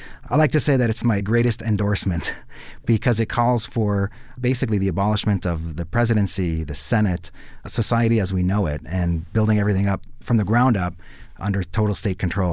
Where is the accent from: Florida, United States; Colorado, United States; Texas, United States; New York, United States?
Colorado, United States; Denver; Yeah, I grew up here in Denver on the West Side. I always dreamed about moving back. I got shipped off to boarding school at 13, and it took me about 25 years to find my way back here.